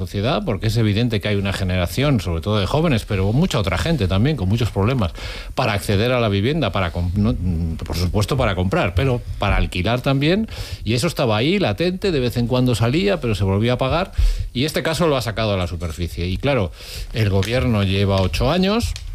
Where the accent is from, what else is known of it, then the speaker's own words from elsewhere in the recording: Vigo, Galicia, Spain; soy de Vigo.